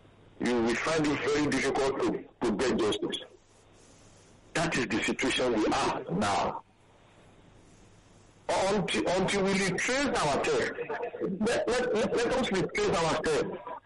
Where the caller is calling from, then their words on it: Uganda; I'm calling from Uganda.